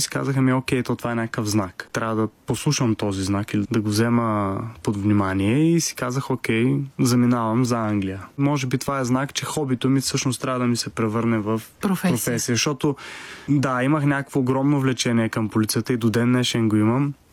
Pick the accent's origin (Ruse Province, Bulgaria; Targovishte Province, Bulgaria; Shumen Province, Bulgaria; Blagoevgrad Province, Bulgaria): Targovishte Province, Bulgaria; Targovishte; Аз съм от Търговище, малко градче, растейки, всеки ти казва, нали, актьорка ще не храни